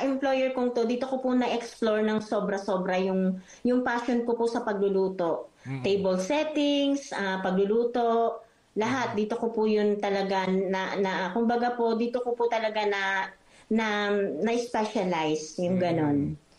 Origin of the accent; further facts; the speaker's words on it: Tanauan, Batangas, Calabarzon, Philippines; moved away as an adult; now in Italy; Sa Mabini, Batangas po yun. Kami po Talaga. Talaga, Tanawan